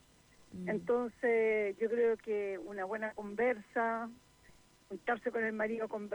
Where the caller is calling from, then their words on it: Santiago, Santiago Metropolitan Region, Chile; De Santiago.